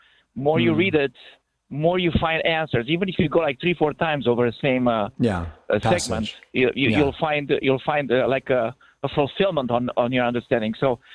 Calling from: Franklin, Kentucky, United States; I'm on the road. I'm in Franklin, Kentucky, on my way to Charlotte, North Carolina. Truck driver.

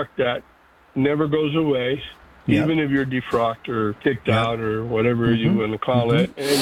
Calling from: California, United States

